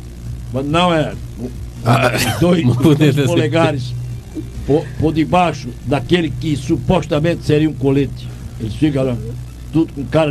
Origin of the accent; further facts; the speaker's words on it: Altinho, Pernambuco, Brazil; minha terra natal, Altinho.